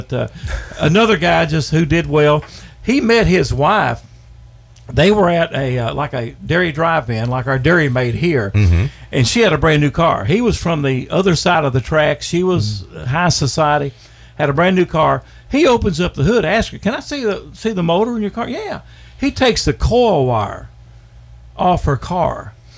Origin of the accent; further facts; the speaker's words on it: Owensboro, Kentucky, United States; born or raised there